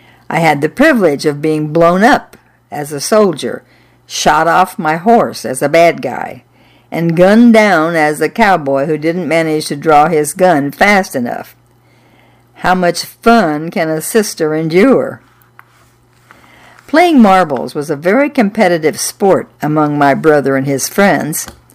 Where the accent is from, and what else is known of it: Iron River, Michigan, United States; born or raised there